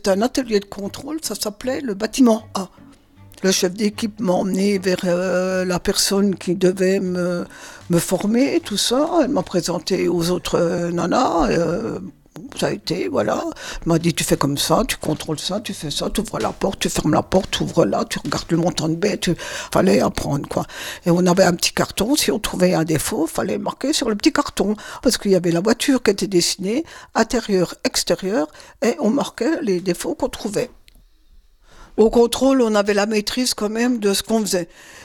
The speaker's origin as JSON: {"language": "French", "town": "Audincourt", "region": "Bourgogne-Franche-Comté", "country": "France", "tie": "born or raised there", "also_born_or_lived": "Valentigney", "said": "je suis née à Valentigné, à côté d'Audincourt. On habitait avec mes frères et mes parents au centre-ville d'Audincourt. Et puis, on habitait dans un grenier. En 1957, on est arrivé dans un immeuble de 4 étages"}